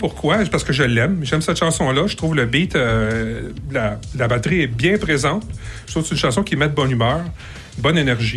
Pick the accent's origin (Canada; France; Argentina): Canada; Joliette, Quebec; moved away as an adult; also born or lived in Montreal; now in Joliette, Canada; nous, on vient de la région de Joliette.